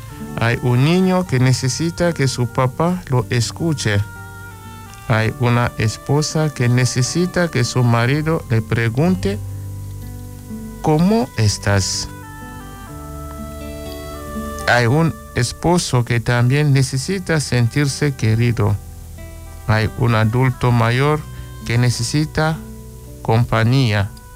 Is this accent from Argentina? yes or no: no; Chile; Como chilenos, amar y servir a nuestra patria. Como cristianos, vivir y poner en práctica la palabra de Dios.